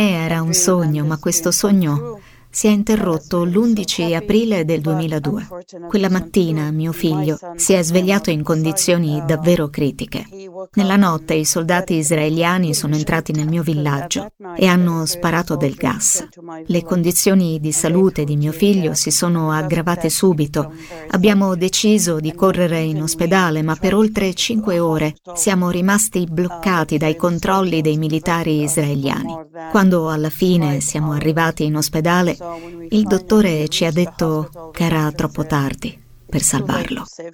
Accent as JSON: {"language": "Italian", "country": "South Africa", "tie": "born or raised there", "said": "Io sono nata in Sudafrica e cresciuta assieme ai movimenti contro l'apartheid."}